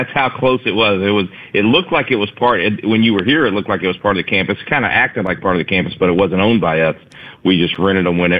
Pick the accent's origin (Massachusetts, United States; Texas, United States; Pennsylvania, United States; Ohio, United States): Texas, United States; where I grew up in the Dallas-Fort Worth area